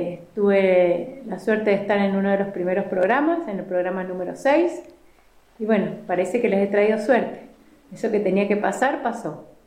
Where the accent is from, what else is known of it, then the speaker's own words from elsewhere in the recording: Mendoza, Argentina; soy de Mendoza.